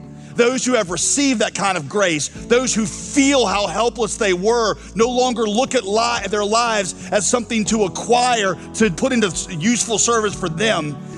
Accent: United States; Y'all, listen, I'm an American through and through.

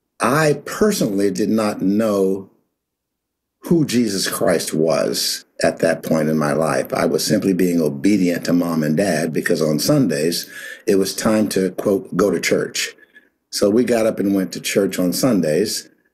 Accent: Pittsburgh, Pennsylvania, United States; Well, it all began back in Pennsylvania. I grew up in Pittsburgh. My parents were from Mississippi, and there's a story behind that, too, in terms of my connectedness. But I was born in Pittsburgh.

